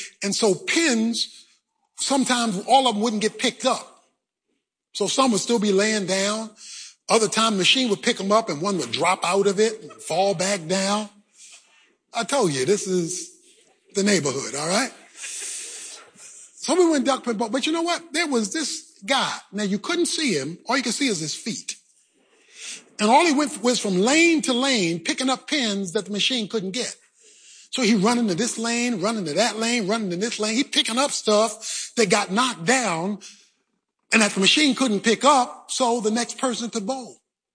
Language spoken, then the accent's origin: English; Baltimore, Maryland, United States; born or raised there